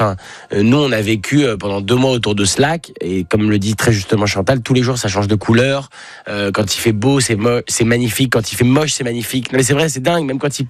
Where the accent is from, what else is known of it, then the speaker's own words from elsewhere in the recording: Paris, Île-de-France, France; Moi, j'ai passé beaucoup de temps près de la Méditerranée, où évidemment j'ai grandi à Paris, donc vivre près de la Seine, ça a rien à voir.